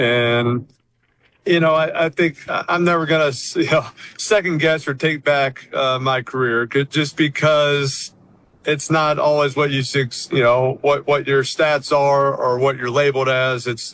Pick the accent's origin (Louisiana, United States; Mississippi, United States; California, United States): Louisiana, United States; New Orleans; moved away; I grew up in New Orleans.